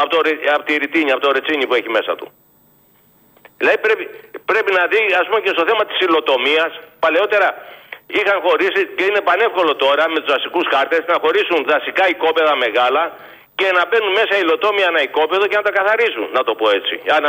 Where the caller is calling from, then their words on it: Megara, Attica, Greece; είμαι κανένα χιλιόμετρα από τη Λούπα.